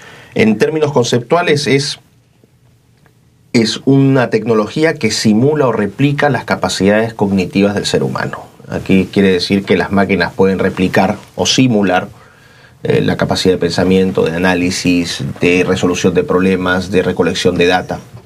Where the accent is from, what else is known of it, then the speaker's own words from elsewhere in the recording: Peru; soy un académico peruano